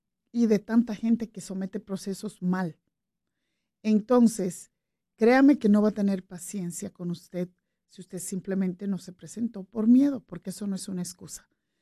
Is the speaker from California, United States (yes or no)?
no; New York, United States; also born or lived in Bronx; yo me crié en Brooklyn, pero viví en el Bronx.